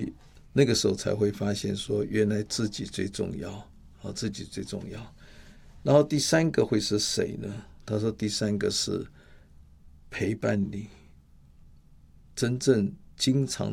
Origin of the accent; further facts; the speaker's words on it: Taiwan; 我们台湾人最会想到那个接后那一首歌嘛